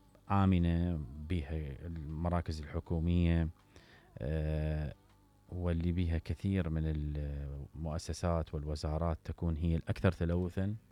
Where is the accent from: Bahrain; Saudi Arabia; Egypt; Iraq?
Iraq; فلذلك إحنا كمواطنين عراقيين أكو جزء من العمل من عندنا.